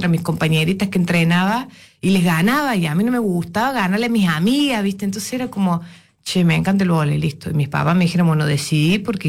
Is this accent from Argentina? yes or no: yes; Córdoba, Argentina; moved away; Córdoba, Argüello.